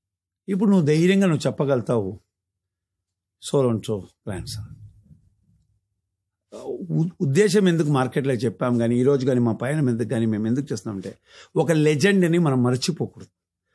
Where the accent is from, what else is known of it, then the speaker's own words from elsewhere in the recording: Chennai, Tamil Nadu, India; moved away as an adult; also born or lived in Delhi / Neyveli; now in Bangalore, India; నేను వచ్చేసి పుట్టింది ఢిల్లీలో, పెరిగింది అంతా చెన్నై. చెన్నైలో టిపికల్ ప్లేస్ కాల్ నైవేలి, ఎన్ఎల్సీలో ఉంటుంది. మళ్ళీ we came back to Chennai city. So basic education up to college Chennai Madras